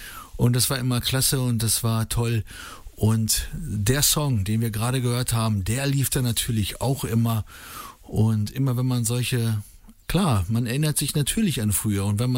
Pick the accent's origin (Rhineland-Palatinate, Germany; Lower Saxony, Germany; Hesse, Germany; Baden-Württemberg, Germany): Lower Saxony, Germany; Uslar; Bei uns in Uslar hieß der besagte, ja, die besagte Kneipe, wo man immer hingegangen ist, beziehungsweise Diskothek, die hieß der Korken.